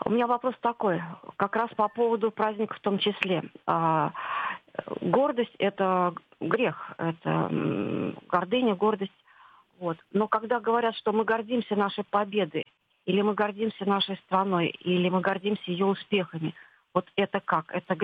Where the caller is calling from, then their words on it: Saratov, Saratov Oblast, Russia; я из Саратова.